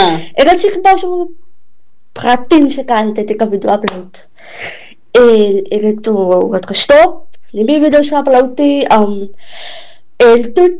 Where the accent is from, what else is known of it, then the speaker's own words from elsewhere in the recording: Mossel Bay, Western Cape, South Africa; toen ons verhuis naar Brandwag toe.